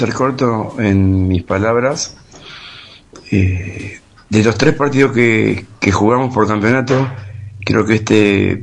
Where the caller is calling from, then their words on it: San Fernando, Buenos Aires Province, Argentina; de San Fernando